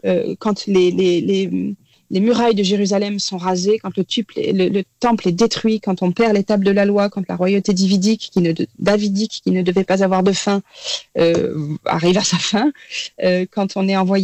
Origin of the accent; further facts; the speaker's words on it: France; Alors chez nous en France, c'est pas toujours très bien compris cette fonction-là